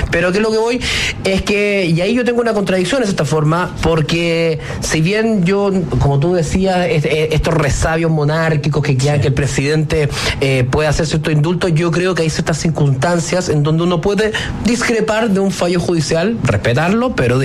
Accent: Chile; Una cosa es respetar los fallos judiciales, como concejal, como chileno y todo, y otra cosa es de repente no estar de acuerdo.

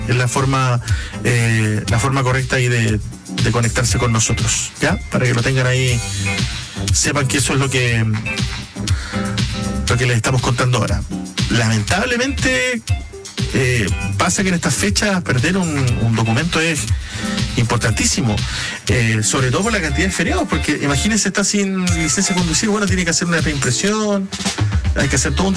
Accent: Chile; como buen chileno haciendo las cosas a última hora

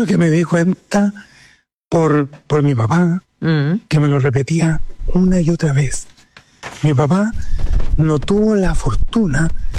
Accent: Osorno, Los Lagos, Chile; yo nací en Osorno hace ya hartos años, tengo 59.

